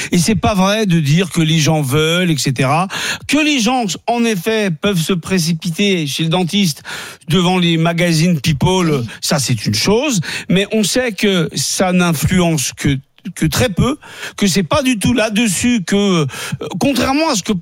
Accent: France; Non, mais je suis un français moyen, le français de la rue

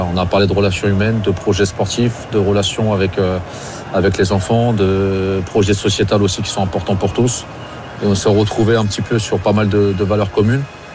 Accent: Normandy, France; Nous, on est des Hauts Normands et Caen est en Basse Normandie. Nous, c'est le Havre Rouen, le vrai derby, c'est pas le Havre Caen.

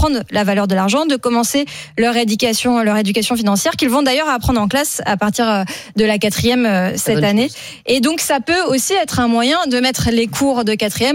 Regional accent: Normandy, France; Et les Normands, les plus radins. Ça tombe bien, je suis normande.

